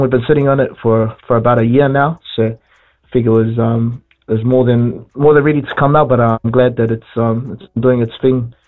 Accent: Wellington, New Zealand; 23 years old, and live down in, born and raised in Welly Deep, Tongan and Kitty. Of us descent

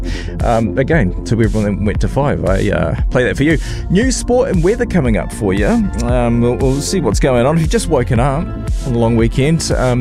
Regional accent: Hamilton, Waikato, New Zealand; also born or lived in Auckland; It's a tricky one for me because I'm from Hamilton, and I've got to go for Hamilton. I lived in Auckland for a hell of a long time.

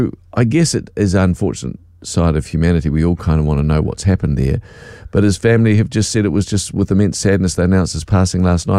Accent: New Zealand; from New Zealand.

